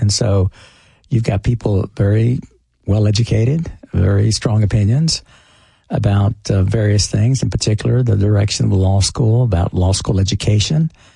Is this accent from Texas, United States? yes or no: yes; Texas, United States; now in Tennessee, United States; I'm a proud Tennessean. I'm still a proud Texan.